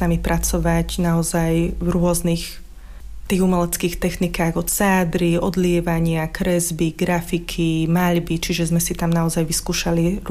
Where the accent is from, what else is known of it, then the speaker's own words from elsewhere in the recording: Lučenec, Banská Bystrica Region, Slovakia; Vyrastala som v Lučenci a moje detstvo vlastne som prežívala v centre mesta, kde som chodila do škôlky